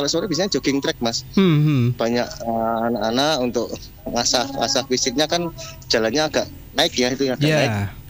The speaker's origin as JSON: {"language": "Indonesian", "town": "Kediri", "region": "East Java", "country": "Indonesia", "tie": "born there", "said": "Kebetulan saya dilahirkan di Kota Kediri, gitu."}